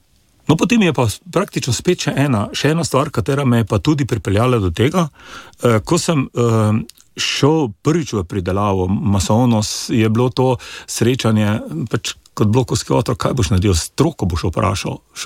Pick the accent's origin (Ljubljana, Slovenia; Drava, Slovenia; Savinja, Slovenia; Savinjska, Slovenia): Savinja, Slovenia; Celje; Jaz sem blokovski otrok, jaz sem doma iz Celja, jaz sem bloko doma in dejansko, bil sem bloko doma in dejansko meni je bil to tuj svet.